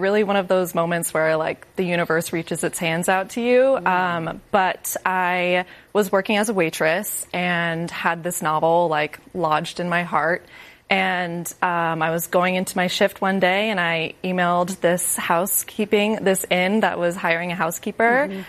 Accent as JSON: {"language": "English", "region": "Rhode Island", "country": "United States", "said": "Yeah, I am from Rhode Island."}